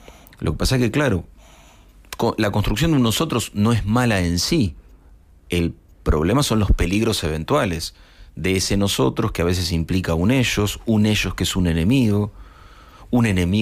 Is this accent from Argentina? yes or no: yes; Argentina; Las Malvinas están en todos lados en mi país.